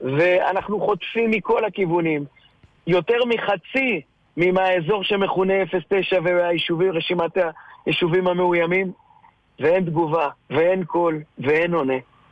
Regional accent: Northern District, Israel; החבל ארץ המאמם הזה, שאנחנו כל כך אוהבים, גדלנו בו

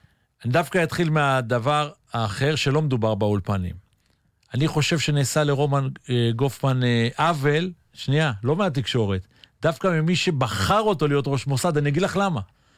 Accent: Kiryat Tivon, Haifa District, Israel; אני גדלתי בטבעון, היו שם הרבה מאוד אנשי צבא עלומים

